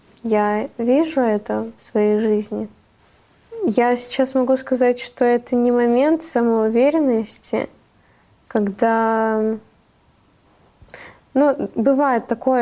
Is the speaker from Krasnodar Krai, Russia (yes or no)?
yes; Gelendzhik, Krasnodar Krai, Russia; also born or lived in Arkhyz, Karachay-Cherkessia; — это Геленджик, мой родной город.